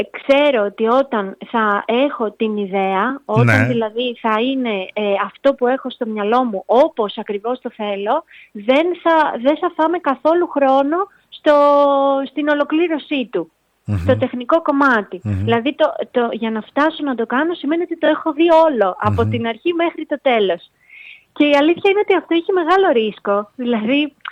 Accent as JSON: {"language": "Greek", "town": "Ano Kastritsi", "region": "Western Greece", "country": "Greece", "tie": "born or raised there", "said": "το Άνω Καστρίτσι, να πω ότι είναι το χωριό μου, είναι η μαμά μου από εκεί"}